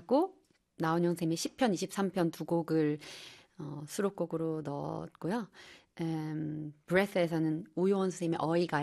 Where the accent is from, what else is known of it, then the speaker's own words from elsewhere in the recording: South Korea; 제가 한국인이어서가 아니라